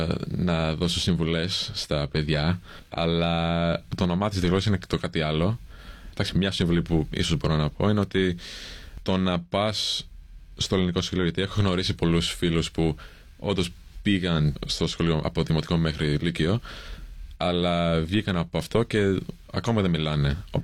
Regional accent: Australia

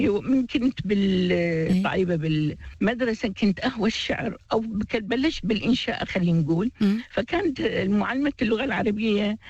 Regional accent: Iraq; now in Australia; أنا من العراق، أنتمي لمنتدى الجامعين العراقيين

